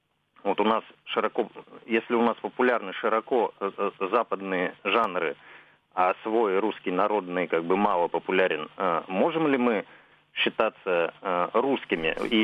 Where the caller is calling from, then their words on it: Russia; Вот у нас, например, в России популярны такие вот певцы